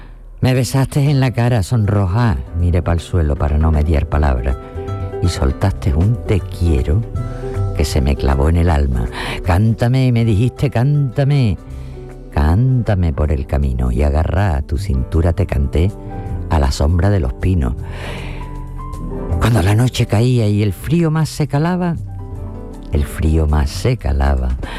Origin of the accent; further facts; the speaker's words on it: El Puerto de Santa María, Andalusia, Spain; En el puerto de Santa María, que es mi pueblo donde yo nací